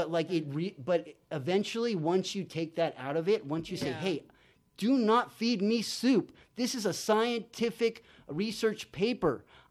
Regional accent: San Bernardino, California, United States; also born or lived in San Felipe, Mexico

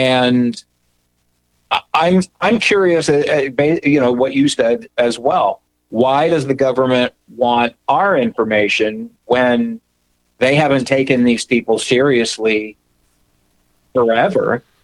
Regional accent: Phoenix, Arizona, United States; And I was growing up in Phoenix, Arizona.

